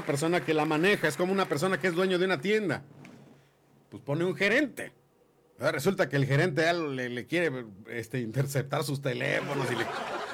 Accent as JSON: {"language": "Spanish", "country": "Mexico", "said": "Somos mexicanos y somos todos los dueños del país. Nosotros somos los dueños de México, como mexicanos."}